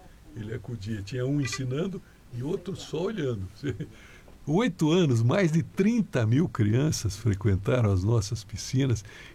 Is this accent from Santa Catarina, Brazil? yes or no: yes; Urussanga, Santa Catarina, Brazil; É minha terra natal.